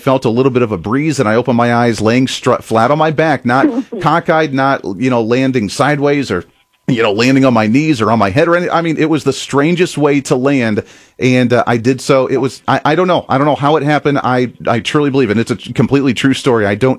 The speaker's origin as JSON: {"language": "English", "region": "Ohio", "country": "United States", "tie": "born or raised there", "said": "We had a house fire when I was growing up in Ohio."}